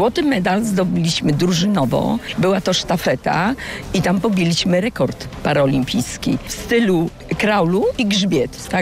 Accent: Szczecin, West Pomeranian Voivodeship, Poland; jestem pierwszą paraolimpijką ze Szczecina.

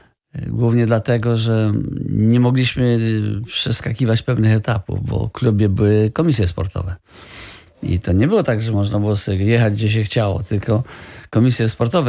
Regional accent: Greater Poland Voivodeship, Poland; moved away as an adult; also born or lived in Wrocław; ja pochodzę z Wielkopolski. Ale z tej mojej Wielkopolski na studia było bliżej do Wrocławia niż do Poznania.

